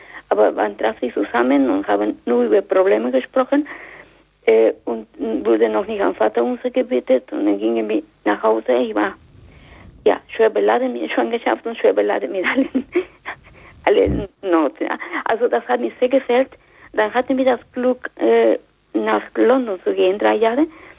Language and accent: German; Mexico; German is a second language; now in Germany; Zuerst, Sie haben schon an meinen Akzent gemerkt, ich komme aus Mexiko. Ich wohne aber mehr als die Hälfte meines Lebens hier in Deutschland.